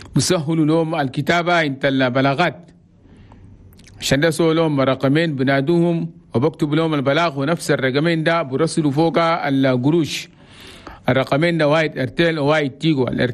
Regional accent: Chad; أنا بلدنا تشاد بلد توماي

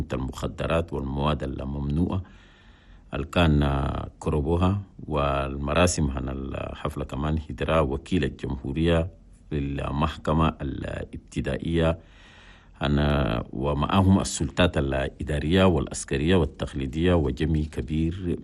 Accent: Chad; وزيرنا الإعلام الناطق الرسمي باسم الحكومة قاسم شريف محمد استقبل السفير حناسين في بلدنا تشاد.

